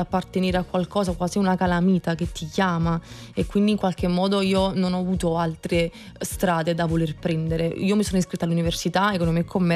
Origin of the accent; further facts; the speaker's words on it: Naples, Campania, Italy; also born or lived in Bologna; sono solo nata là, a 2 anni e mezzo ero già a Napoli, i miei genitori sono napoletani, non i napoletani, ho solo Napoli nel mio sangue